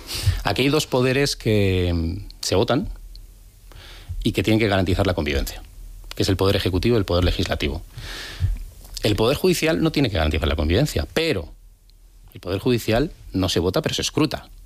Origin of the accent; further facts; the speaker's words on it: San Sebastián, Basque Country, Spain; now in Madrid, Spain; yo cuando llegué de Donosti a Madrid, hoy Madrid DF, que eso da para un programa entero.